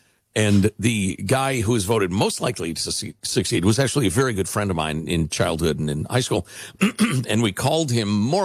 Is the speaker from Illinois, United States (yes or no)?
yes; Chicago, Illinois, United States; I grew up in Chicagoland. There are tons of Polish people and Slavs and Serbs and all sorts of people.